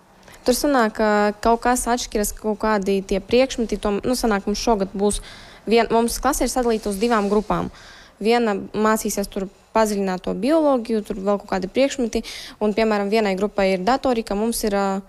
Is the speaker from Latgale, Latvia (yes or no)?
yes; Preiļi, Latgale, Latvia; jā, patiesi esmu no Preiļiem, šajā skolā es jau mācos 3. gadu.